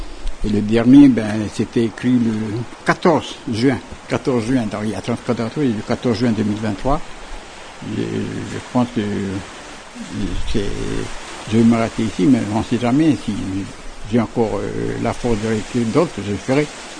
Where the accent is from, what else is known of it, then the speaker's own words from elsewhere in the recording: Ouvéa, Loyalty Islands Province, New Caledonia; même si je suis loin d'Ouvéa, de ma tribu, ben, je donne quand même mon témoignage